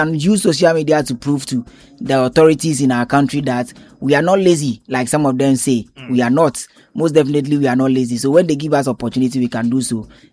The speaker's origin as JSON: {"language": "English", "town": "Accra", "region": "Greater Accra", "country": "Ghana", "tie": "born or raised there", "said": "You know, as somebody who has been in Accra almost all my life, sometimes I feel like all the beach in the world are dirty, man."}